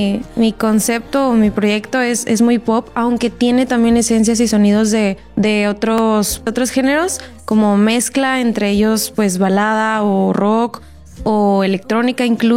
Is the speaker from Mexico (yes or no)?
yes; Monterrey, Nuevo León, Mexico